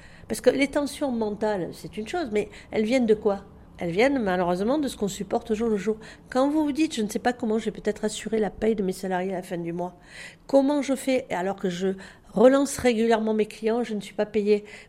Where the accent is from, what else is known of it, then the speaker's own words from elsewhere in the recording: France; chez nous en France